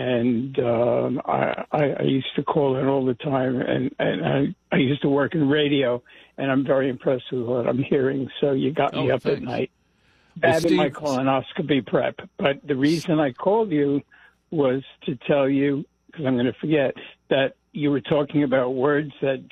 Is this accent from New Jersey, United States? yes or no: yes; Irvington, New Jersey, United States; And I was born and raised in Irvington, listening to WNJR